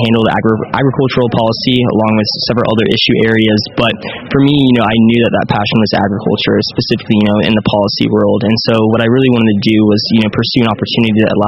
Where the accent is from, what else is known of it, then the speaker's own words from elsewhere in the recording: Florida, United States; So originally I'm from Florida. In Florida, you know, I was raised on a farm in a small rural area about 2 hours west of Orlando.